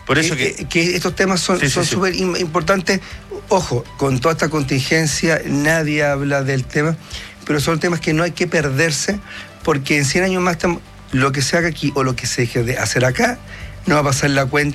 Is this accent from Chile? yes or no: yes; Punta Arenas, Magallanes and Chilean Antarctica, Chile; somos de Punta Arenas.